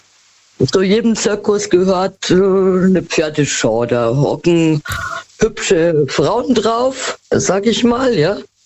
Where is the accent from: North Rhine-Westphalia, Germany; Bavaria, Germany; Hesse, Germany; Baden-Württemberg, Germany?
Bavaria, Germany; Munich; born there; Aber ich komme gebürtig aus München, ja?